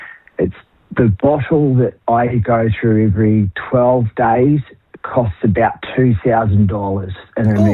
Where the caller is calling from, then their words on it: New Zealand; because I'm a Kiwi and I live in New Zealand.